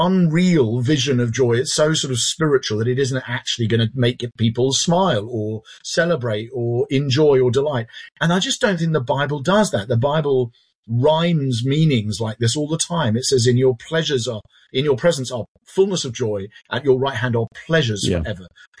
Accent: England, United Kingdom; Yeah, I'm English and very proud.

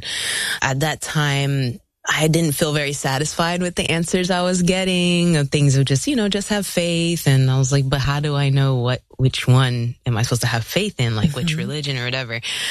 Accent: Orlando, Florida, United States; born or raised there; also born or lived in Philippines

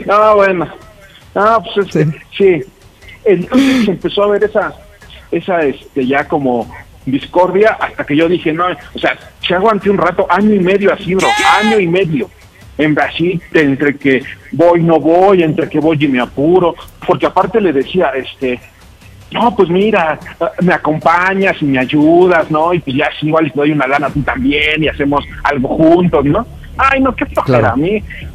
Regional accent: Azcapotzalco, Mexico City, Mexico; Tengo 32 añitos uh-huh. Y soy de acá de Azcapotzalco.

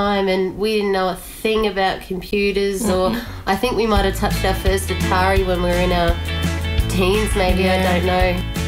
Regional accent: Elliott, Northern Territory, Australia; So we're going to talk about some of the pictures that we've picked up from the old days in Elliot. We used to live originally in a house south of town

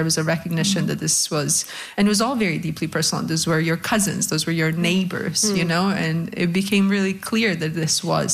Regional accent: Bosnia & Herzegovina; These men in sort of, black uniforms, Nazi kind of fascist uniforms, start showing up in my hometown. Very quickly, there's, phone calls like, you need to leave, because we were a minority, in generally in that part of Bosnia, but in my hometown as well.

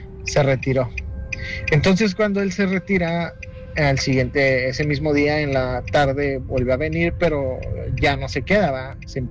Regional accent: Poza Rica, Veracruz, Mexico; moved away; Yo soy originario de Veracruz.

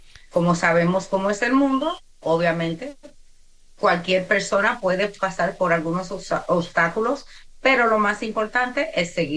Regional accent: New York, United States; Soy de Nueva York, soy del Bronx. Criada y nacida, de familia dominicana.

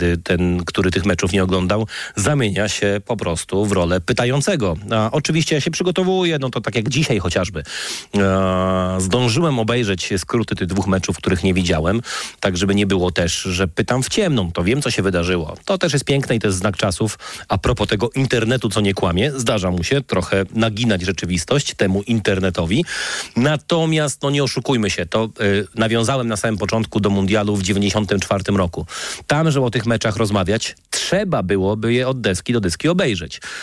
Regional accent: Wrocław, Lower Silesian Voivodeship, Poland; We Wrocławiu z racji urodzenia na początku lat 80. wychowywałem się po pierwsze w kulcie koszykarskiego Śląska

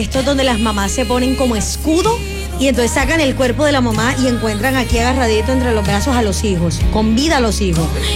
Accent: Antioquia, Colombia; Viste, soy antioqueño también.

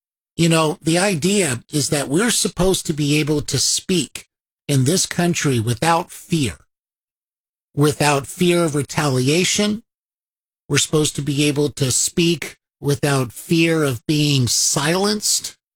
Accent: United States; And especially growing up in America, and you learn about

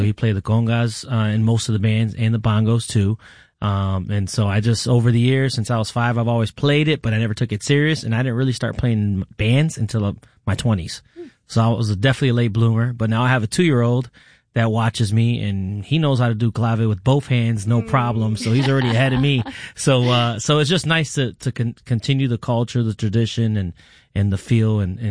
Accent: Rochester, New York, United States; My parents are from Puerto Rico, but I grew up in Rochester, New York my whole life.

